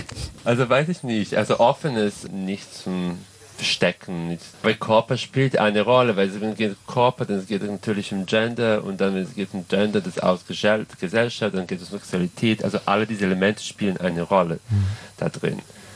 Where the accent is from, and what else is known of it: Serbia; German is a second language